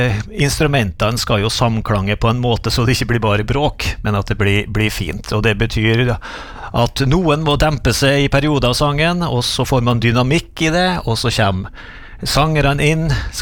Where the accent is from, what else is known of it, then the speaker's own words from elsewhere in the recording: Tingvoll, Møre og Romsdal, Norway; på Tingvoll, der jeg vokste opp.